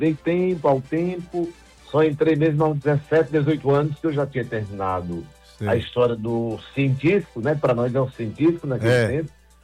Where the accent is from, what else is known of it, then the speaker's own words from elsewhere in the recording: Barbalha, Ceará, Brazil; born there; also born or lived in Crato; como eu nasci em Barbalho de Santo Antônio, você conhece muito bem a história lá do Paulo de Santo Antônio, história, né?